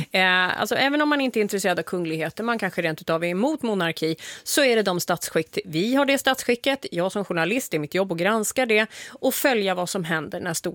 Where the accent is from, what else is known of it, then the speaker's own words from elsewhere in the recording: Gävle, Gävleborg County, Sweden; moved away as an adult; Det kommer alltid att vara hemma. Jag flyttade från Gävle när jag var 26. Nu är jag 54 för de som vill räkna.